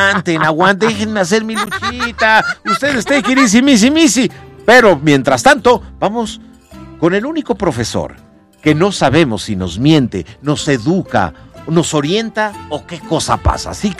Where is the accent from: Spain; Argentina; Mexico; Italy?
Mexico; Puebla; soy poblano